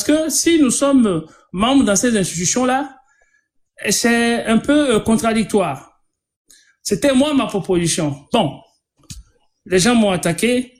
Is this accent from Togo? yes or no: yes; Togo; chez nous au Togo.